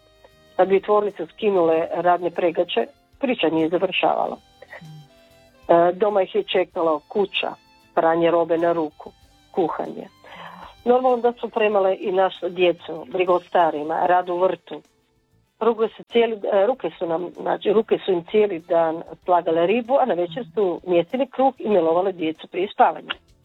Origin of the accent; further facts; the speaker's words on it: Rovinj, Istria County, Croatia; Ja sam rođena u ulici u Rovinju u Augusto Feri